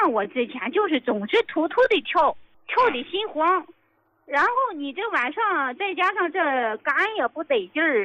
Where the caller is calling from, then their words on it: Tai'an, Shandong, China; 我是山东的，山东泰安的听众